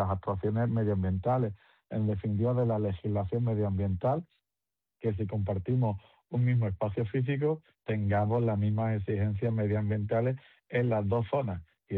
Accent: San Roque, Andalusia, Spain; por ejemplo, en mi pueblo en San Roque, el desarrollo de todos los suelos que tiene la Junta de Andalucía

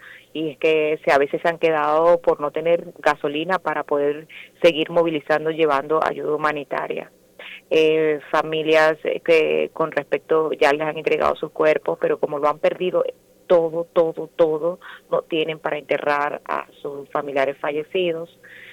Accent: Venezuela; now in Murcia, Spain; No soy de la zona, pero soy venezolana.

